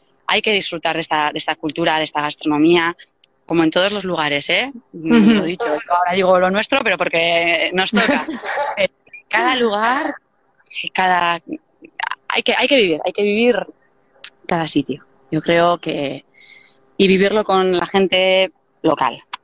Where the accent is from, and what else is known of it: Deba, Basque Country, Spain; born there